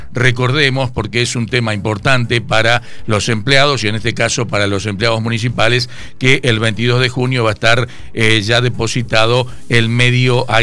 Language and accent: Spanish; Argentina